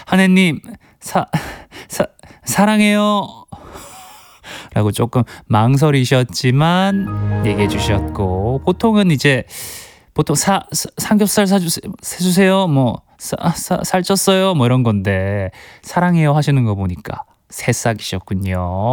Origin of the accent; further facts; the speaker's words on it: Gyeongsang, South Korea; 저도 또 경상도 출신 아니겠어요.